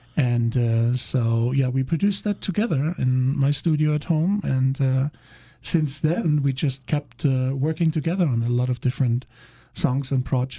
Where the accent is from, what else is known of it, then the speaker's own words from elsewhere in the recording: Germany; English is a second language; Well, I'm initially from Germany, born and raised there, and grew up there.